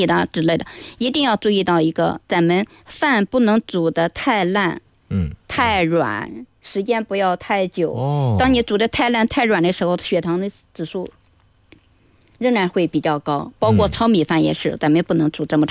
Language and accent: Chinese; China; 我们中国人都喜欢吃西瓜嘛